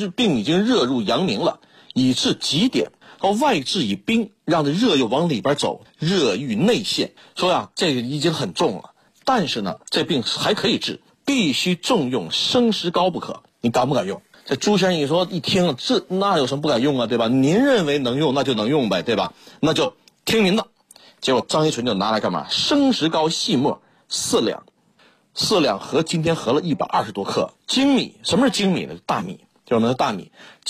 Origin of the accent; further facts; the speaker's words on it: Shenyang, Liaoning, China; 我老家沈阳